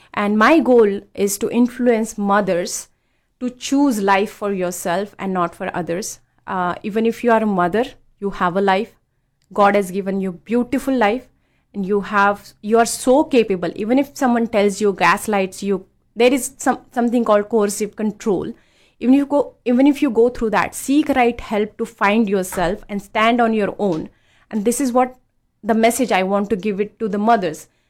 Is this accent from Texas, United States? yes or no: no; New Jersey, United States; I'm from New Jersey.